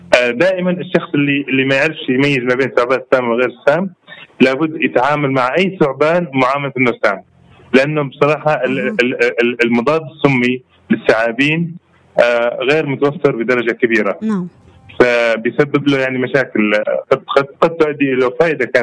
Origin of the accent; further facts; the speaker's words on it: Aden, Yemen; اللي عندنا في عدن دائما تكون لونها رمادي أو رمادي داكن شوية أو رمادي بني.